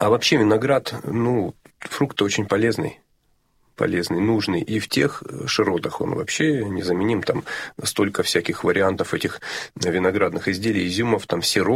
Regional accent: Rostov-on-Don, Rostov Oblast, Russia; also born or lived in Razdorskaya, Rostov Oblast; я вообще из Ростова-на-Дону, а жили мы в области

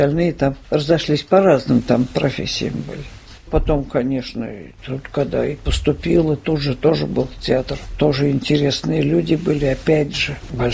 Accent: Saint Petersburg, Russia; born there

